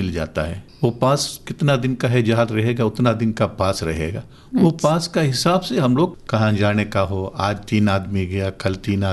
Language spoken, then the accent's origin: Hindi; Minicoy, Lakshadweep, India; Hindi is a second language; मैं लक्षद्वीप मिनिको में रहने वाला हूँ।